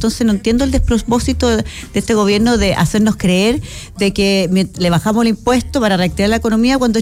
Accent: Chile; Somos todos los chilenos, pues.

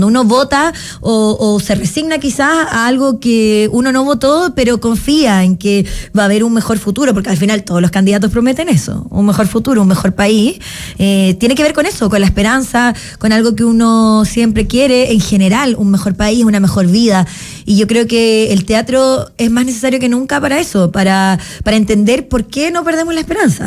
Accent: Chile; nos hace reflexionar como chilenos

